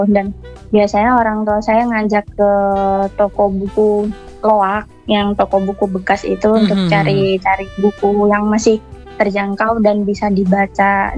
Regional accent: East Java, Indonesia; Saya dari Jawa Timur.

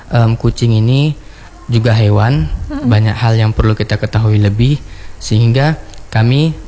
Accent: Medan, North Sumatra, Indonesia; Saat ini saya mahasiswa semester 7 di FKH. Saya berasal dari Medan.

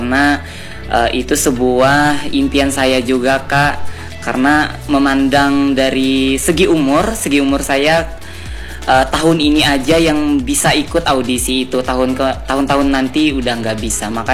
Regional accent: Seruyan, Central Kalimantan, Indonesia; Okay. Aku berasal dari Kabupaten Seruyan, tepatnya di Kecamatan Danau Sembulo.

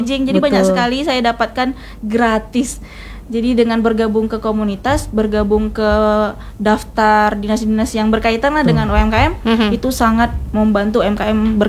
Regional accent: Karimun, Riau Islands, Indonesia; now in Tanjung Pinang, Indonesia; Saya kan bukan orang lama Tanjung Pinang, jadi saya dari Karimun pindah ke Tanjung Pinang.

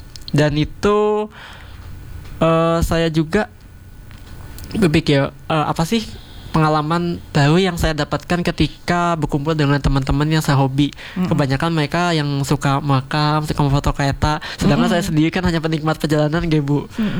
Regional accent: Bogor, West Java, Indonesia; born there; accent: Jakarta; now in Jember, Indonesia; saya lahir di Kota Bogor, Ibu, Jawa Barat. Kemudian tahun 2011-an itu saya pindah ke Jember dan hingga menetap di sini. Tapi untuk logat masih mempertahankan

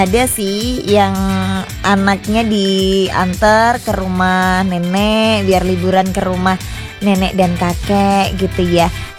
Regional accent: Jember, East Java, Indonesia; kita orang Jember

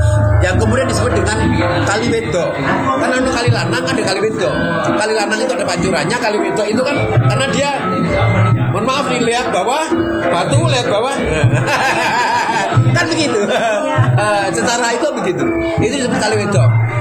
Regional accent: Malang, East Java, Indonesia; saya ini dari Polowijen, ya. Empu Topeng Malang itu dari Polowijen.

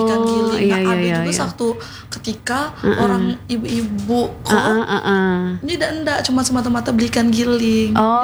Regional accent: Bengkulu, Indonesia; Kita asli Bengkulu, asli Bengkulu.

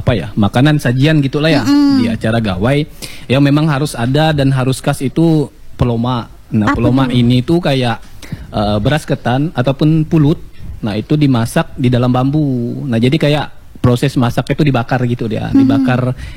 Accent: West Kalimantan, Indonesia; Kalau acara gawai, kalau di ompuk kami, di kampung kami bah, terutama kayak Dayak Bekido, Dayak Kodan, itu kan terdiri dari kayak beberapa desa dusun kan kalau di Sanggau nih.

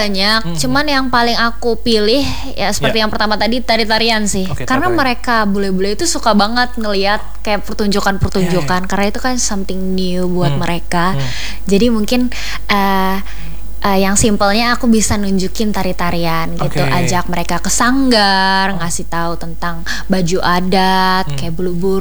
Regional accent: Central Kalimantan, Indonesia; now in Palangka Raya, Indonesia; Kalau aku asli Kalimantan Tengah dan aku orang Dayak asli.

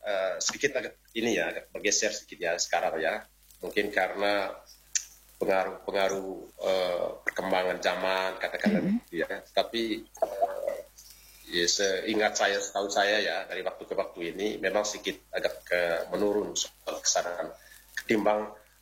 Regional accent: East Nusa Tenggara, Indonesia

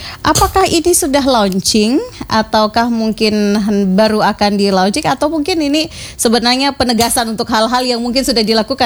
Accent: East Nusa Tenggara, Indonesia; kita ya orang NTT

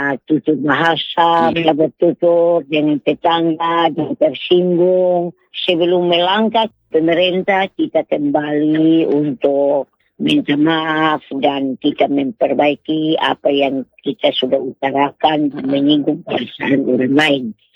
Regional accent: Eastern Indonesia, Indonesia; Kalau kami orang Timur, so itu denda paling berat.

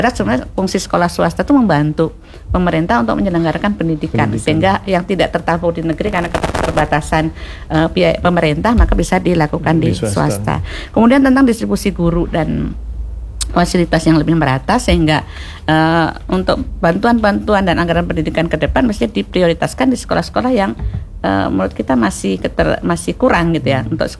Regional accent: Tanjung Pinang, Riau Islands, Indonesia; karena saya orang Tanjung Pinang

